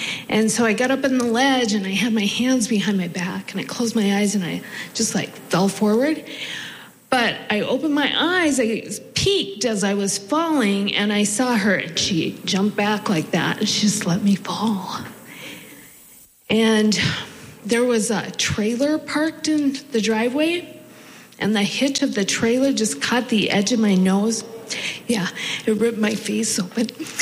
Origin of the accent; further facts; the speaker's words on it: Mandan, North Dakota, United States; growing up in Mandan, North Dakota. So yeah, the nights went on forever. I was number 5 out of 6 children